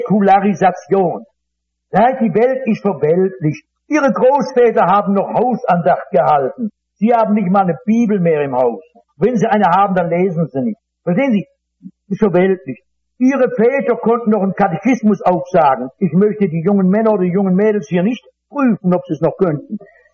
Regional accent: North Rhine-Westphalia, Germany; ich komme aus dem Ruhrgebiet.

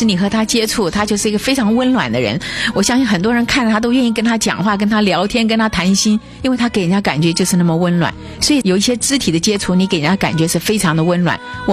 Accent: China; 我们中国人父母爱孩子是爱在心头口难开都很爱，真的很爱，可是呢表达不出来。

